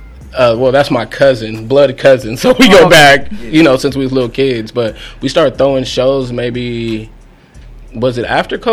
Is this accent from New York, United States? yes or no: no; Moreno Valley, California, United States; I'm from Reno Valley.